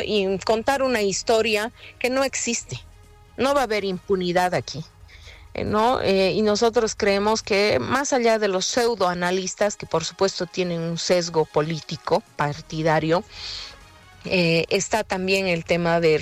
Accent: Bolivia; todos somos bolivianos.

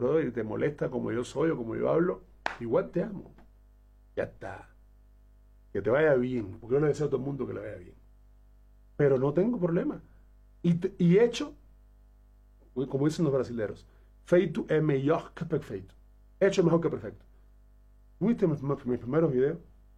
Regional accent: Cuba; moved away; Soy cubano.

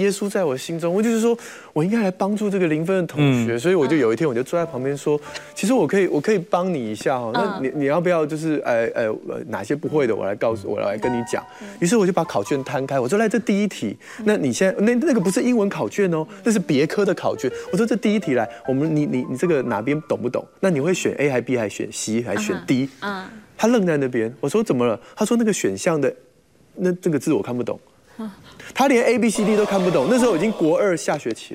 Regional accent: Taiwan; 我们台湾人

